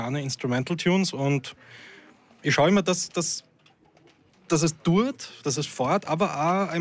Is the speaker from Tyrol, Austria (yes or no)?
no; Graz, Styria, Austria; ich bin aus Graz.